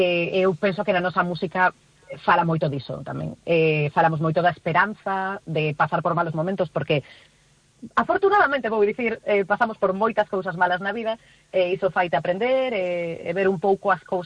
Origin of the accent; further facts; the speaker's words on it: Galicia, Spain; A xente que somos daqui de Galicia sabemos que esos son paraxes galegos